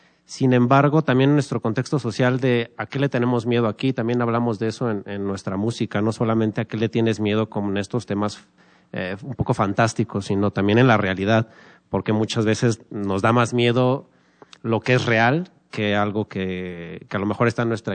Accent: Mexico; somos mexicanos

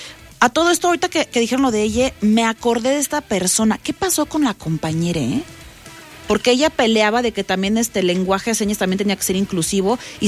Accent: Mexico; Desde ahí como, deja, ya como mexicano, ya deja, ya como humano estás fallando.

